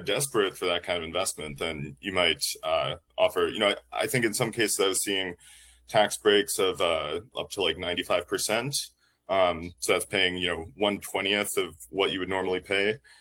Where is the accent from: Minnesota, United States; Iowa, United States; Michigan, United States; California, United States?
Minnesota, United States; Duluth; I can tell you about a story from my hometown, Duluth, Minnesota.